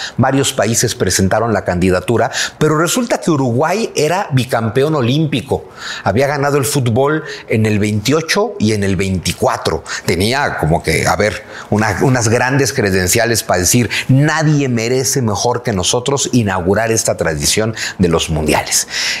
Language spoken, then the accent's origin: Spanish; Mexico; lo digo también de nosotros los mexicanos